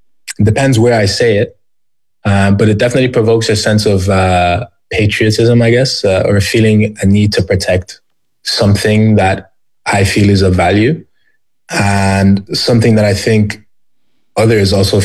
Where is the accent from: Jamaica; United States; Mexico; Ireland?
Ireland; something I felt growing up in Ireland, for sure.